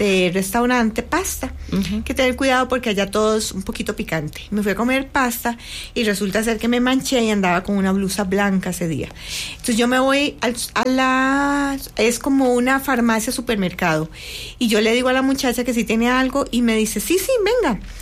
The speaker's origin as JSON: {"language": "Spanish", "country": "Costa Rica", "said": "la gente va aprendiendo que los impuntuales somos los ticos, pero vamos a otro país y tenemos que aprender de puntualidad."}